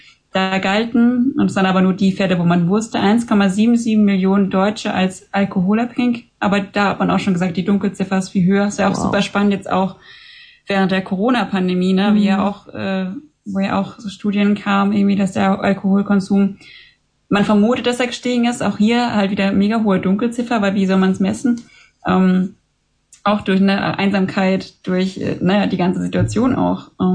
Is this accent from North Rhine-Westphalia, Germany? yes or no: no; Baden-Württemberg, Germany; wir kommen ja hier aus der Weinregion, ne, am Kaiserstuhl.